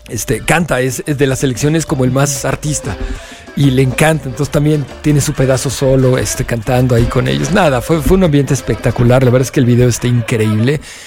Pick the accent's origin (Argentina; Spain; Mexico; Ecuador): Mexico